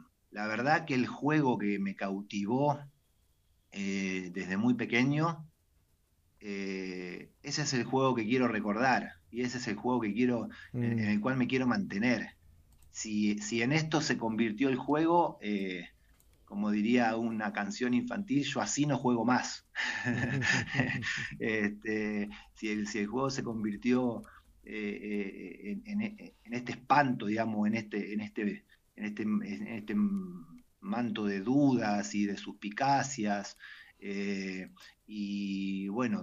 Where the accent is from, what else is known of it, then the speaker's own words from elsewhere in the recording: Argentina; moved away; Me siento absolutamente orgulloso como argentino